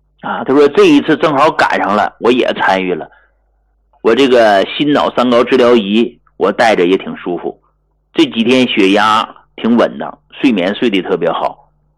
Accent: Hegang, Heilongjiang, China; 所以我到今天我依然没有忘记说我是从哪儿来的。我现在的身份证，我依然是黑龙江省鹤岗市的，工农区农村的

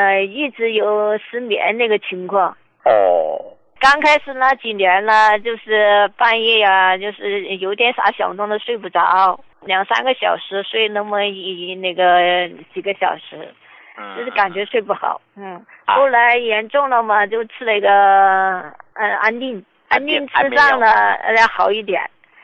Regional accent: Chongqing, China; 我是重庆这边的患者。

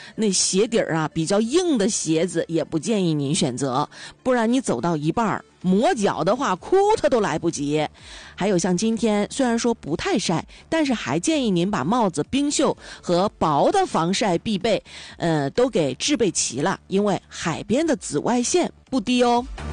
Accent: Dalian, Liaoning, China

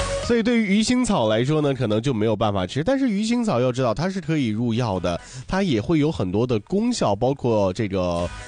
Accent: Northeast China, China; 咱们东北人啊

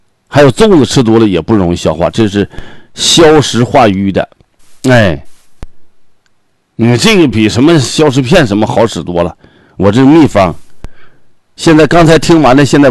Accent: Northeast China, China; 为什么我们东北人发明了酸菜呢？

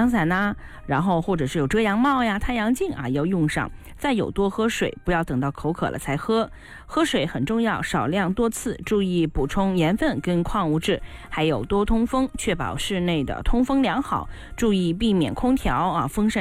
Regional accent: Inner Mongolia, China; 我是内蒙古的嘛，在我小的时候，好像我们家那边啊，就是会有检查

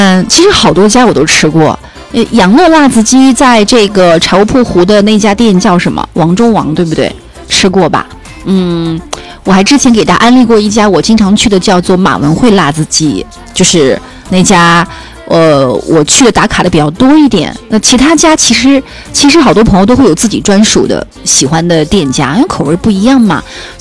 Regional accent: Ürümqi, Xinjiang, China; 因为我从小到大目前为止呢，在新市区活动都相对会少一点啊。就我都是在天山区长大的嘛，所以可能对城南熟一点。

